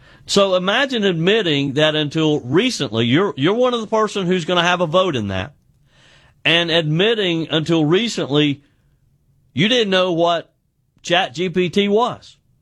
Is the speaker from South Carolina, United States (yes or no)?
yes; South Carolina, United States; So, speaking of my home state of South Carolina, I'm a little embarrassed to share this with you